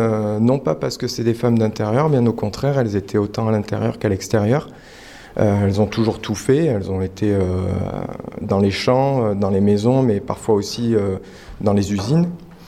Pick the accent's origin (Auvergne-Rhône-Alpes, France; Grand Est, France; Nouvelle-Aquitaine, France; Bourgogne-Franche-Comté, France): Auvergne-Rhône-Alpes, France; moi, je suis originaire d'Ardèche, du sud de l'Ardèche, donc une ruralité, quand bien même je ne suis pas de famille paysanne, absolument pas, plutôt famille ouvrière, mais étant jeune à la campagne, j'ai travaillé dans les champs, les vendanges